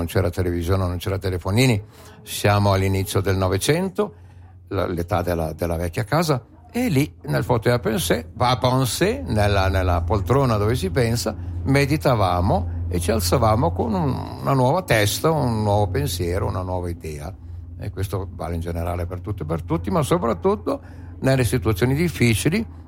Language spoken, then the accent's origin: Italian; Bellinzona, Ticino, Switzerland; di Bellinzona, nel mio paese